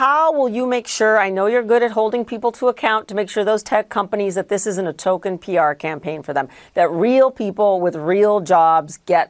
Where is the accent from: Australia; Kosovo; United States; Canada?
Canada; I am Canadian